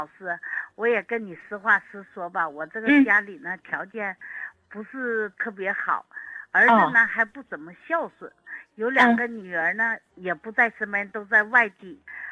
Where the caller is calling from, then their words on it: Nantong, Jiangsu, China; 我是南通的。